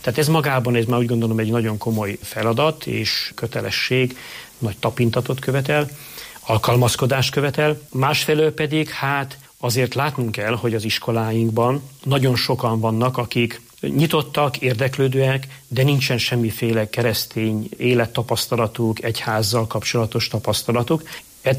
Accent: Satu Mare County, Romania; moved away; Romániában születtem, Erdélybe, Szatmár vidékén

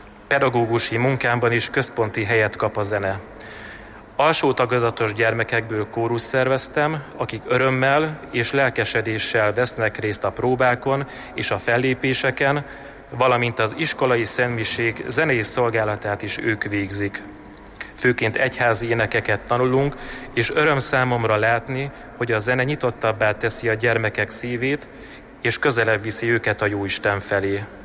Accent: Sajópetri, Borsod-Abaúj-Zemplén, Hungary; born or raised there

